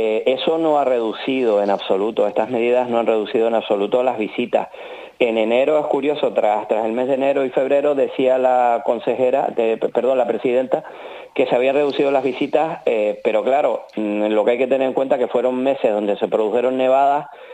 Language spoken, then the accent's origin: Spanish; Canary Islands, Spain; A mí como tinerfeño eso me avergüenza, porque el Teide es patrimonio de todos los canarios